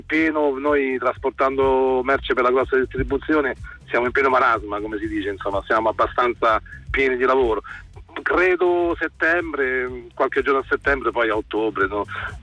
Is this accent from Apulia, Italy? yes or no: no; Lazio, Italy; lavoro presso Fondi, Latina, e faccio tutti i giorni a Maseno, che è il mio paese.